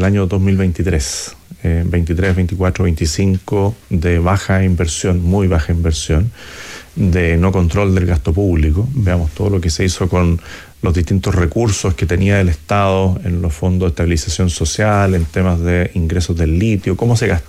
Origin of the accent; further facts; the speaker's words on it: Santiago, Santiago Metropolitan Region, Chile; Y tenía la suerte de vivir allí muy cerca, porque de pequeño vivía en Suecia con Pocuro.